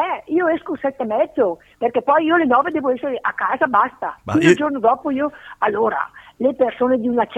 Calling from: Rovato, Lombardy, Italy; da Rovato.

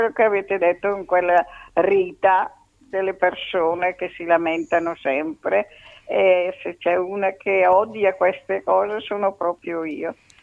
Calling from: Rovato, Lombardy, Italy; sono di Rovato anch'io.

